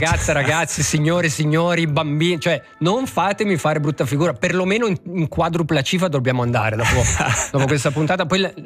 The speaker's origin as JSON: {"language": "Italian", "town": "Sorengo", "region": "Ticino", "country": "Switzerland", "tie": "born there", "said": "sono nato a Sorengo."}